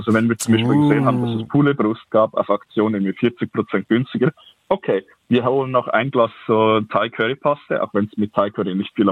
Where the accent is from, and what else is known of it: Lucerne, Switzerland